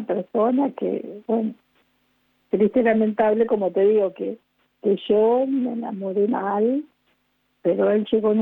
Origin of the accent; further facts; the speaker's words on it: Misiones, Argentina; nosotros somos de Misiones.